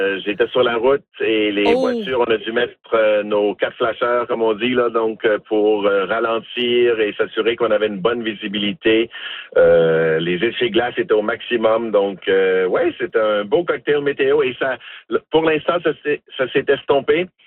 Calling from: Sarnia, Ontario, Canada; Je suis à Sarnia.

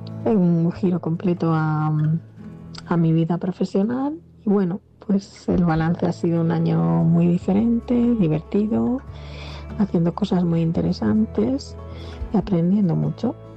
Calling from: Rivas-Vaciamadrid, Community of Madrid, Spain; soy de Rivas

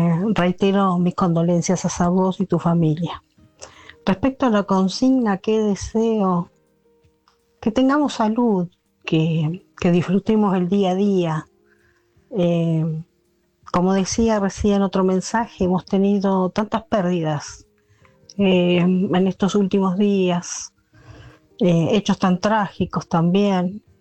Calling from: Santa Rosa, La Pampa, Argentina; de Santa Rosa La Pampa.

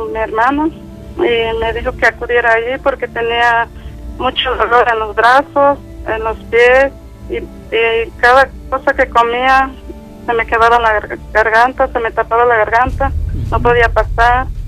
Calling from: Zapopan, Jalisco, Mexico; En Zapopan, Jalisco

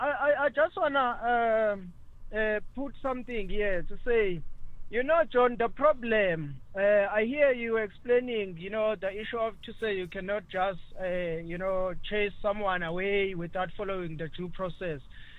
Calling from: South Africa; South African like us

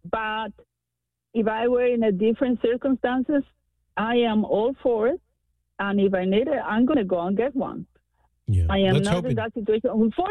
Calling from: United States

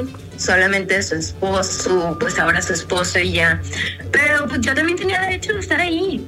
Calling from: Nuevo León, Mexico; En Nuevo León

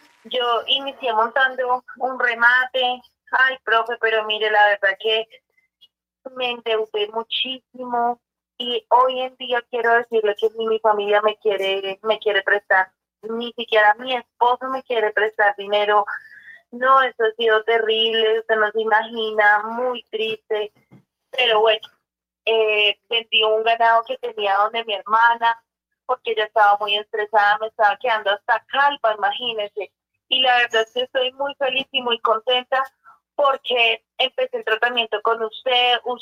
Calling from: Bogotá, Colombia; Me llamo aquí desde Bogotá, barrio La Lamba.

